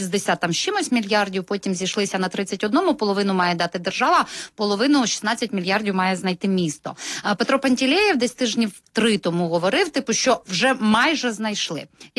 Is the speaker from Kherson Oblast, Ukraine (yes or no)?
no; Kyiv, Ukraine; І ми, кияни, хочемо розуміти, що це.